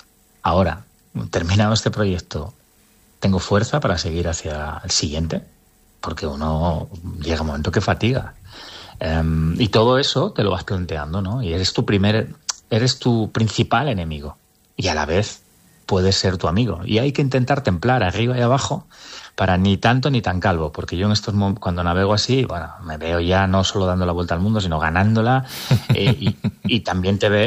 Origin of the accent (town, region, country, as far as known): Spain